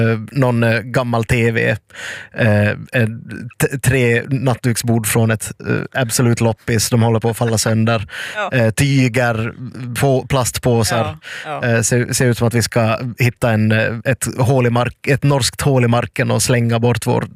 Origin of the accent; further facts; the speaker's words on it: Finland; Vi är från Finland.